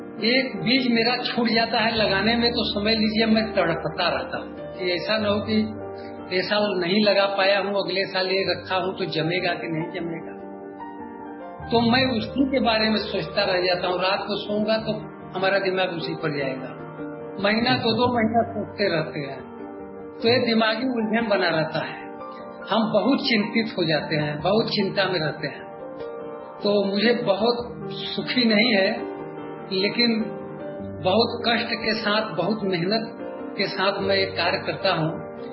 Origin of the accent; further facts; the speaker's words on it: Tadiya, Uttar Pradesh, India; हमारा गांव … ग्राम टड़िया, पोस्ट ढढोरपुर, आराजी लाइन, जखनी रोड, जिला वाराणसी, उत्तर प्रदेश